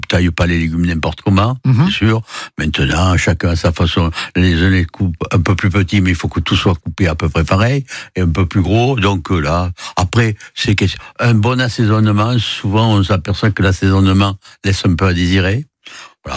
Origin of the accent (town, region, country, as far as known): Provence-Alpes-Côte d'Azur, France